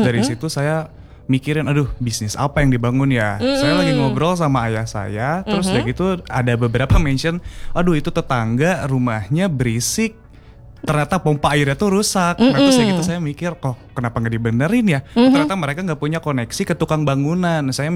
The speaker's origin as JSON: {"language": "Indonesian", "town": "Bandung", "region": "West Java", "country": "Indonesia", "tie": "born there", "said": "Saya orang Bandung, lahir di Bandung, di Boromius lahirnya."}